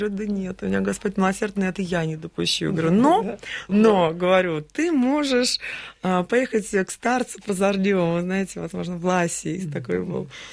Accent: Moscow, Russia; Я мечтала из центра Москвы, где я родилась, мы в 7 поколениях москвичи, коренные, я мечтала уехать на землю.

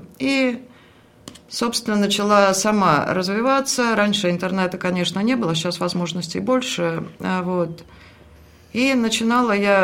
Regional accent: Oryol, Oryol Oblast, Russia; Я родилась и живу в Орле все время.

